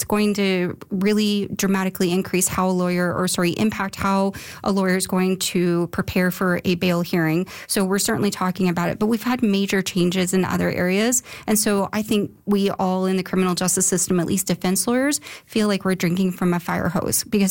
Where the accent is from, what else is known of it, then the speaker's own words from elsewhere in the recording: Canada; we as a Canadian society